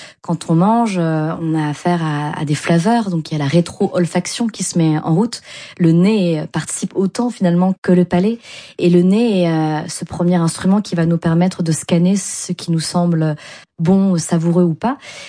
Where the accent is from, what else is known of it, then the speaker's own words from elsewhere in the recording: France; born there; que nos parents sont nés au Vietnam ou ailleurs, que nous on est nés en France, on envie cette vietnamité